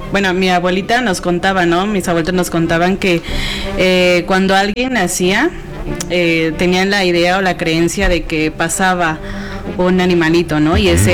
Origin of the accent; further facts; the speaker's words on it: San Martín Tilcajete, Oaxaca, Mexico; soy de Valles Centrales, de San Martín.